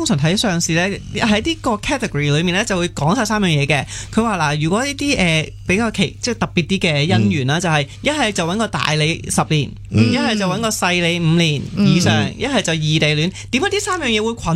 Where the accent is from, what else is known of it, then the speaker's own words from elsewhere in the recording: Hong Kong; also born or lived in Malaysia; 譬如我嘅 case， 我係馬來西亞出生，跟住我喺香港長大噶嘛，